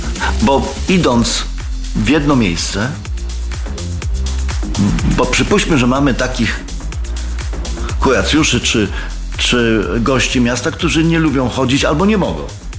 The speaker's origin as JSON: {"language": "Polish", "town": "Inowrocław", "region": "Kuyavian-Pomeranian Voivodeship", "country": "Poland"}